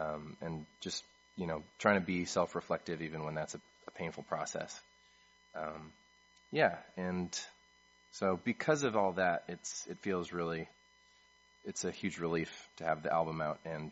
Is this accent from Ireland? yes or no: no; Canada; moved away as an adult; now in New York City, United States; I'm from Canada originally, and I was leaving Canada, figuring out who I am in the U.S.